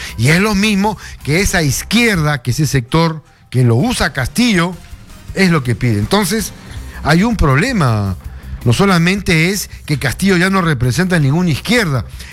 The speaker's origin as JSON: {"language": "Spanish", "country": "Peru", "said": "así somos los peruanos."}